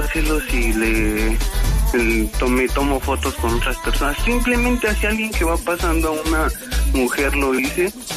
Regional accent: State of Mexico, Mexico; now in Brooklyn, United States; Del establo de México.

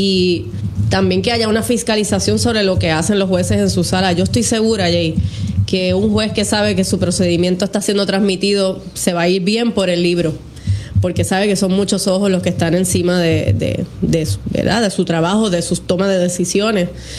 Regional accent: Caguas, Puerto Rico; yo soy de Caguas

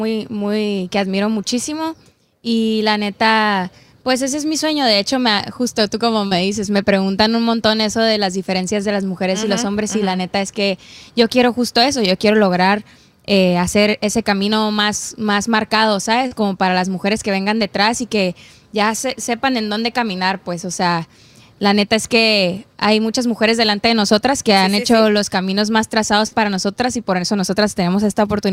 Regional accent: Mexicali, Baja California, Mexico; soy de Mexicali, Baja California, me encanta la música desde que estoy morrita, mi familia de charros

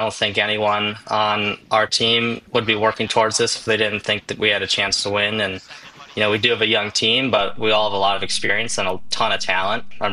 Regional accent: Wisconsin, United States; I come from Wisconsin on a small lake, so it's not like I grew up around the ocean

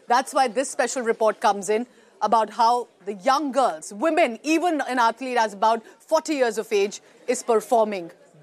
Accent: India; Proud as an Indian

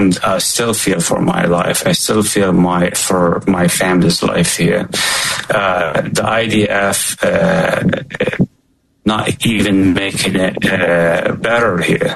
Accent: Qusra, West Bank, Palestine; I was born and raised in Kusra. My mother, 83 years old, is still in Kusra.

